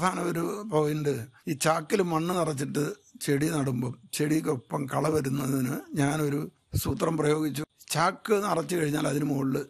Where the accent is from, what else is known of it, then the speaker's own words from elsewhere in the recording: Pala, Kerala, India; moved away as an adult; now in Ernakulam, India; ഞങ്ങൾ നല്ല കൃഷി കുടുംബത്തിൽ നിന്നാണ്. പഠിക്കാനും ജോലിക്കും ഒക്കെ ആയിട്ട് ഇന്ത്യ മുഴുവനും കറങ്ങി. വർഷങ്ങളായിട്ട് പാലാ വിട്ടെങ്കിലും നമ്മുടെ ആ പാരമ്പര്യം കുറച്ച് ഉള്ളിൽ കിടക്കുമല്ലോ. അങ്ങനെ എറണാകുളത്ത് താമസമായിട്ട് ഇപ്പം 35 വർഷത്തോളമായി.